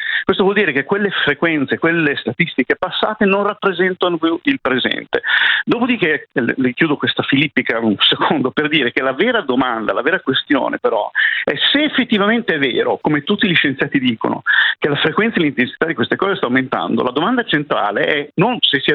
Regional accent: Bologna, Emilia-Romagna, Italy; accent: Bolognese; come voi potete sentire dall'accento, io sono di Bologna.

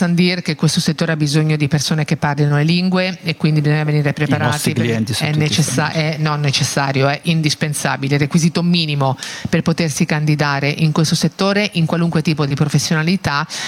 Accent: Ancona, Marche, Italy; io sono di Ancona e la cantieristica anche noi.

